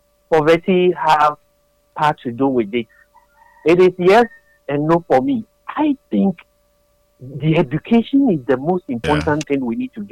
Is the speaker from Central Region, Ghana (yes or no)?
no; Ningo, Greater Accra, Ghana; my area. I come from Ningo.